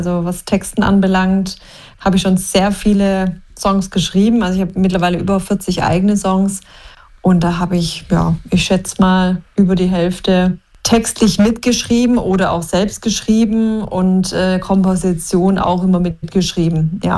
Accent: Spiegelberg, Baden-Württemberg, Germany; also born or lived in Backnang; now in Wüstenrot, Germany; Ja, also ich bin durch und durch eine Schwäbin. Ich bin in Backnang geboren, aber dort nur geboren, aufgewachsen in Spiegelberg im Rems-Murr-Kreis und wohne schon ziemlich lange in Wüstenrot im Landkreis Heilbronn.

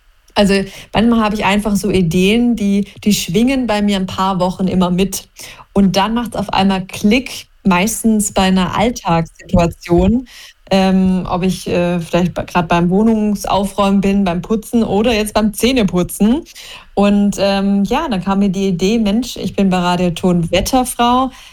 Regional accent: Spiegelberg, Baden-Württemberg, Germany; also born or lived in Backnang; now in Wüstenrot, Germany; Ja, also ich bin durch und durch eine Schwäbin. Ich bin in Backnang geboren, aber dort nur geboren, aufgewachsen in Spiegelberg im Rems-Murr-Kreis und wohne schon ziemlich lange in Wüstenrot im Landkreis Heilbronn.

